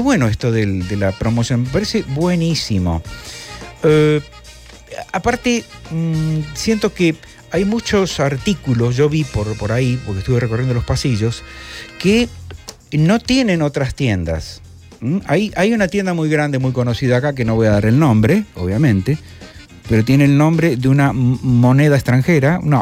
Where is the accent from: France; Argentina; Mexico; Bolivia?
Argentina; moved away; Chicato, decimos en Argentina